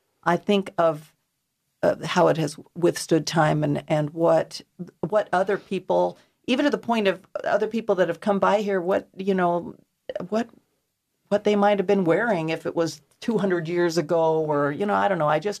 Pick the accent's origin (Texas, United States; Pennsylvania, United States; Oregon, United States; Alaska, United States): Alaska, United States; growing up in Alaska, it's impressed upon you how unique and beautiful the place you come from is.